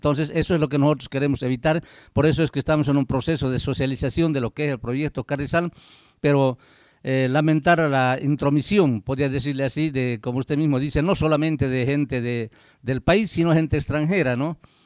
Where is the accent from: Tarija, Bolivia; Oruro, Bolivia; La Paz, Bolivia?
Tarija, Bolivia; Nosotros somos del Cantón Paicho